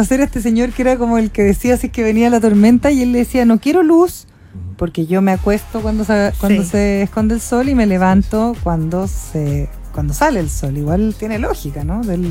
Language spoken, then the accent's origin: Spanish; Chile; ¿Cómo somos los chilenos para la iluminación?